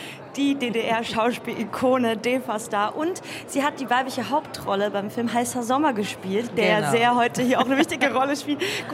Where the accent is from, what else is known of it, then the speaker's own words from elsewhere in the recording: Vienna, Austria; Ich bin ja Wienerin